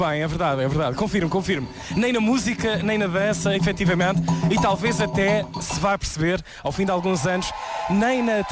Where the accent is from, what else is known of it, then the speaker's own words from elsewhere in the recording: Azores, Portugal; Eu venho, como todos sabem, à partida, venho dos Açores. Temos sempre aquele quadrante de temperaturas entre os 25, 26 graus, no pico do verão. Eu não estou habituado com estes 40 que se estão a viver em Guimarães.